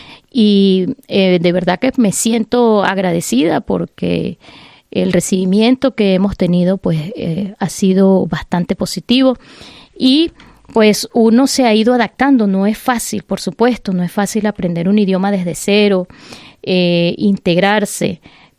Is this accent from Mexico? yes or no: no; Venezuela; first language Spanish; moved away as an adult; now in Germany; la mayoría de los venezolanos que hacemos vida en este país